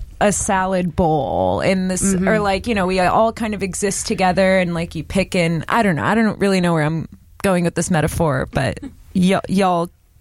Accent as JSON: {"language": "English", "town": "Los Angeles", "region": "California", "country": "United States", "tie": "born there", "said": "Deep Valley up in Porter Ranch. And then we like, you know, lost the house, whatever, moved to Canoga Park at the tip of Topanga Canyon."}